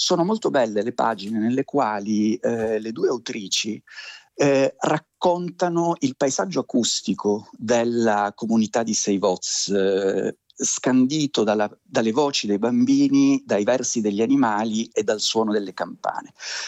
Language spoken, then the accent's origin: Italian; Sicily, Italy; non penso dipenda dal fatto di essere siciliano